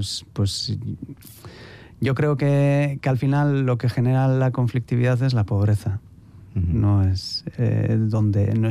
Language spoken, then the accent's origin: Spanish; Bilbao, Basque Country, Spain; moved away; yo nacido en Indautxu, pero crecido en Escurce, barrio de Irala. Y bueno, tanto Irala, Zabala, San Adrián, pues bueno, forman lo que es el complejo de barrios altos de Bilbao.